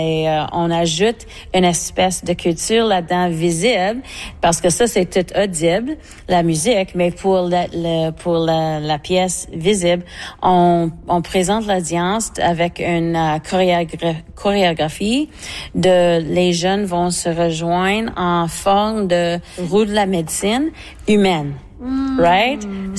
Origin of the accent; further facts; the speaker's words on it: Manitoba, Canada; c'est parce que moi, je suis métisse de la Rivière-Rouge.